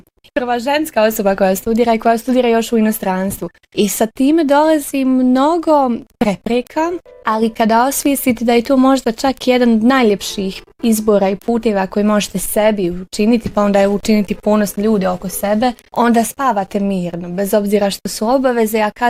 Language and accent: Bosnian; Sarajevo, Federation of Bosnia and Herzegovina, Bosnia & Herzegovina; Ja sam rođena u Sarajevu, imala sam tu privilegiju